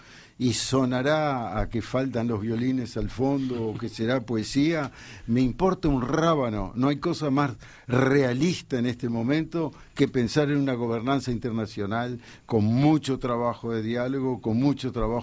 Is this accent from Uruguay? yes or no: yes; Uruguay; Yo considero que, visto como uruguayo